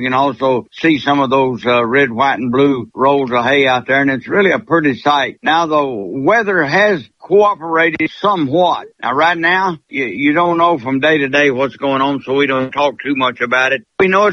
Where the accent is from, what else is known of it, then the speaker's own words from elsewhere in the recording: Texas, United States; from East Texas for the Texas Farm Bureau Roundup.